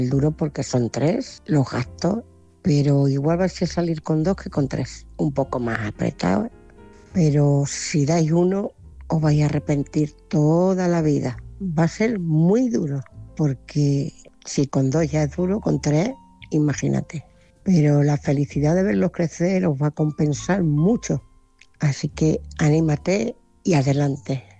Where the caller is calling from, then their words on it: Ciudad Real, Castilla-La Mancha, Spain; de Ciudad Real.